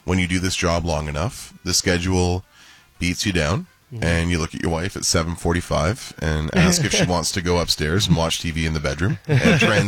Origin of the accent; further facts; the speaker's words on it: Langley, British Columbia, Canada; And from my my hometown bar in Langley, British Columbia, the Dodger burger from the Artful Dodger.